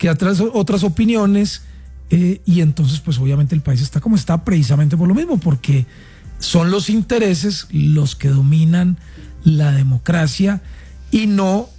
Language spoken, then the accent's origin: Spanish; Riosucio, Caldas, Colombia; also born or lived in Medellín; yo nací en Medellín, yo soy de un pueblo que se llama Recicio Caldas y me llevaron al hospital a nacer a Medellín